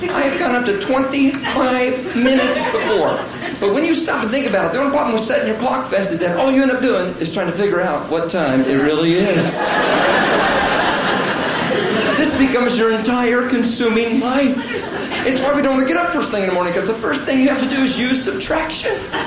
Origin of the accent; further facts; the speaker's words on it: Indiana, United States; Now, of course, I didn't just grow up in any place in Indiana. I grew up in Central Indiana.